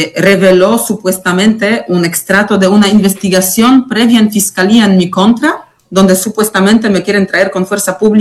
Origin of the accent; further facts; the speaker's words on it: Montañita, Santa Elena, Ecuador; moved away; cuando en marzo tuve que salir de Montañita, salir de mi pueblo, de nuestra zona